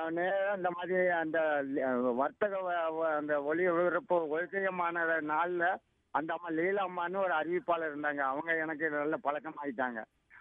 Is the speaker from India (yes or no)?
yes; Tamil Nadu, India; born there; now in Chennai, India; நான் வந்து பிறந்த ஊரை தான் நான் எழுதிக்கிட்டு இருக்கேன்.